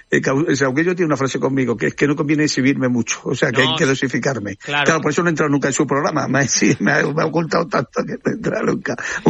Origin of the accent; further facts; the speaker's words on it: Trujillo, Extremadura, Spain; las primeras personas que me he encontrado han sido de mi pueblo, de Trujillo.